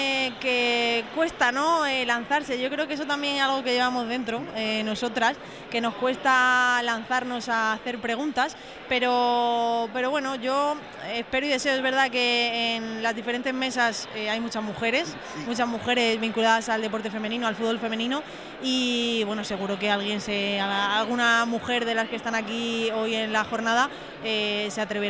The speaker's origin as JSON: {"language": "Spanish", "town": "Villanueva de la Serena", "region": "Extremadura", "country": "Spain", "said": "yo soy de Extremadura, soy de Villanueva de la Serena"}